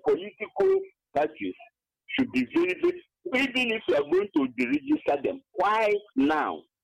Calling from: Abopani, Enugu State, Nigeria; I'm calling from Abopani, Enugu.

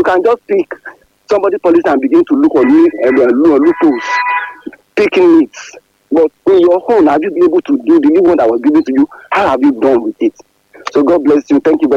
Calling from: Abata, Nigeria; calling from Abata.

